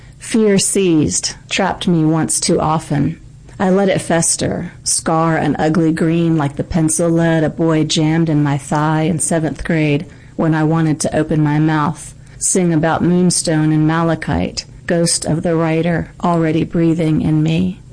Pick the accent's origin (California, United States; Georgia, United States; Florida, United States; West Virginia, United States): Florida, United States